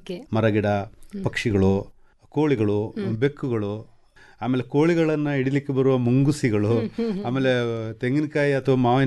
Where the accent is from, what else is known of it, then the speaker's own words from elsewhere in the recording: Kodagu, Karnataka, India; moved away; ಯಾಕಂದ್ರೆ ನಾವು ಕೊಡಗಲ್ಲಿ ಇದ್ದಿತ್ತು